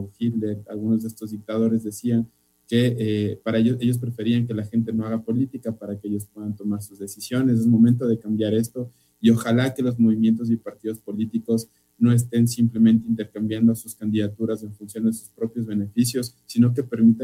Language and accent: Spanish; Ecuador; lo que somos los ecuatorianos